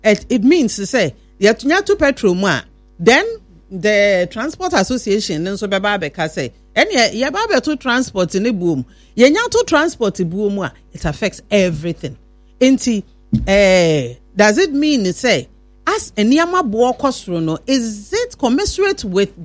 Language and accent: English; Ghana; and I think say as a Ghanaian